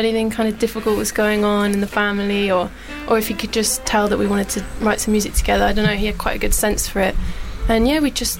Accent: London, United Kingdom; I grew up in Wimbledon.

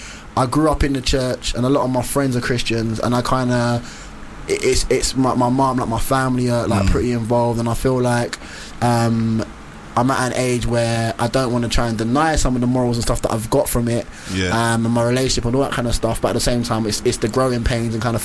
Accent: Newham, London, United Kingdom; I grew up in East.

